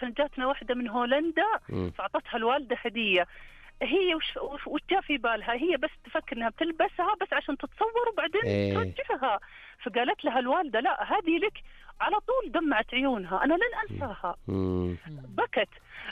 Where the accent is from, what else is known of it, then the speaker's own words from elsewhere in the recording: Saudi Arabia; كسعوديين وكدولة وحكومتنا